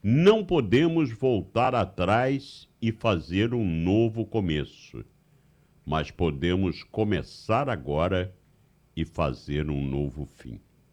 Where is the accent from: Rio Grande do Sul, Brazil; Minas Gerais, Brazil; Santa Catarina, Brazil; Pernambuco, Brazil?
Pernambuco, Brazil; Olinda; Sou de Olinda.